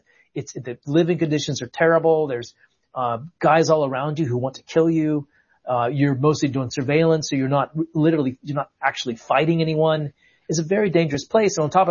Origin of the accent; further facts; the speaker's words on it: North Carolina, United States; I'm from North Carolina, so part of the South where people really like biblical names or names that are derived from biblical names.